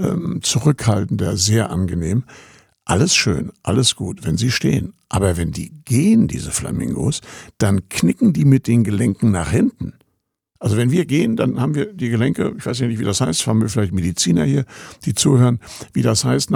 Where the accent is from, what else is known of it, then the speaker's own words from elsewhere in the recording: Rostock, Mecklenburg-Vorpommern, Germany; moved away as an adult; als Rostocker in Berlin, ich kannte zwar Berlin, auch den anderen Teil noch kurz, flüchtig, bevor die Mauer gebaut wurde